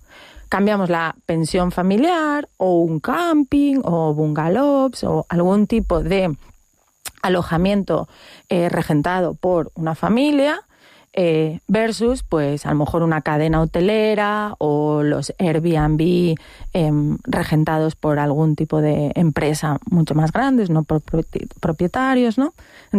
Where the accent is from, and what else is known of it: Galicia, Spain